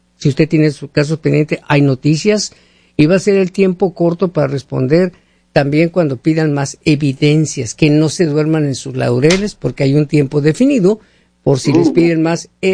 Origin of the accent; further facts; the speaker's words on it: Sonora, Mexico; moved away; Yo soy de Sonora, sí. Es la misma, así hablamos.